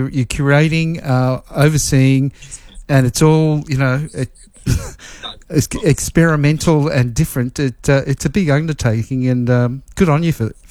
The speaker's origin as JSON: {"language": "English", "town": "Melbourne", "region": "Victoria", "country": "Australia", "said": "I'm from Melbourne."}